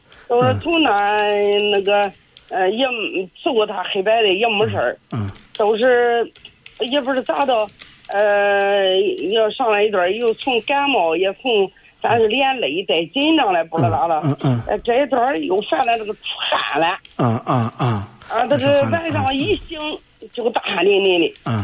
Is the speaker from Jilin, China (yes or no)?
no; Dezhou, Shandong, China; 我是山东的，家老家山东的。